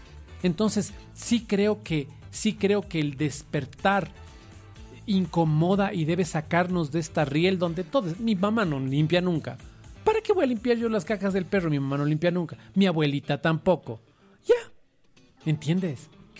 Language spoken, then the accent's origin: Spanish; Quito, Pichincha, Ecuador; yo nací aquí, pero que nacer aquí no me da privilegio de nada, que soy tan ecuatoriano como el resto, que debo velar por las necesidades de los demás, que debo preocuparme porque quiteño como soy